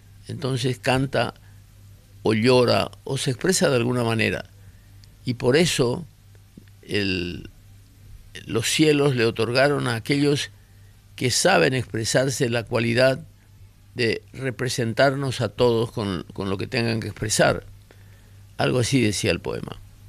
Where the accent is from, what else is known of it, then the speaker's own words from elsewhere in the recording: Paraguay; como paraguayos, como habitantes de esta tierra.